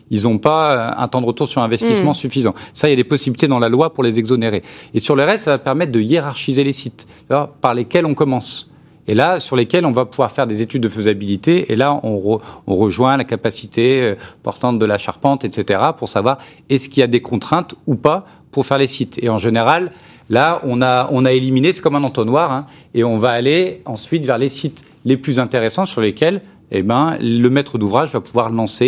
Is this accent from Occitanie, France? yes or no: no; Chambéry, Auvergne-Rhône-Alpes, France